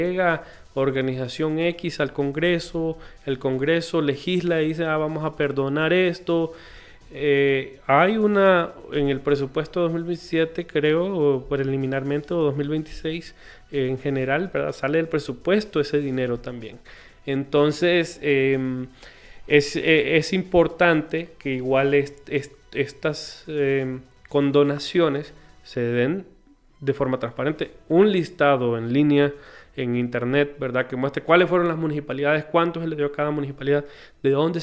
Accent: Honduras

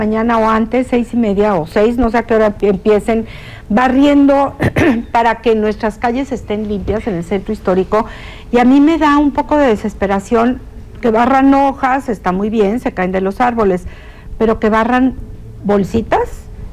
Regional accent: Querétaro, Mexico; Entonces, pues así somos los queretanos, ¿qué les digo?

